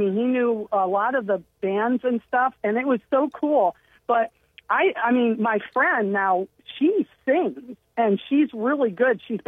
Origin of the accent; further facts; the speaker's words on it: Aurora, Ohio, United States; And I followed bands like … because I grew up in Aurora.